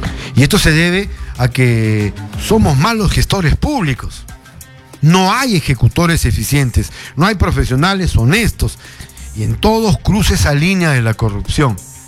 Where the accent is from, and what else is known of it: Peru